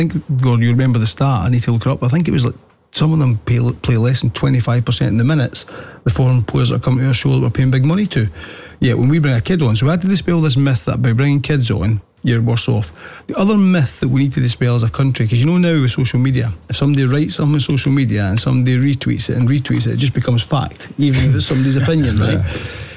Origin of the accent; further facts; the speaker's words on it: Scotland, United Kingdom; because I'm a Scottish guy